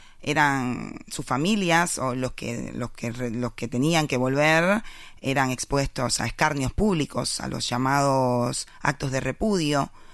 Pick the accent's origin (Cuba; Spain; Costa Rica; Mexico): Cuba; born there; moved away